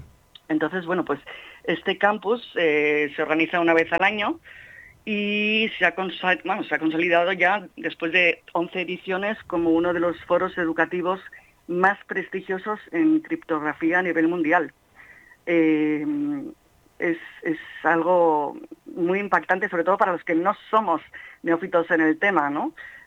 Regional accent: Madrid, Community of Madrid, Spain; yo soy española, madrileña y de religión judía

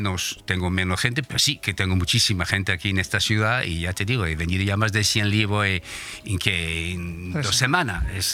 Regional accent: Benidorm, Valencian Community, Spain; yo soy de aquí, porque la verdad, yo soy de Benidorm y quiero mucho esta tierra. Y aquí me acabaré.

